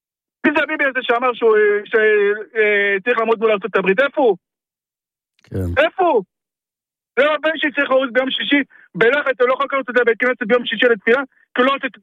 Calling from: Nahariya, Northern District, Israel; אני גר בנערי

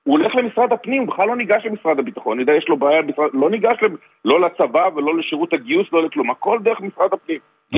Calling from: Haifa, Haifa District, Israel; אני מחיפה

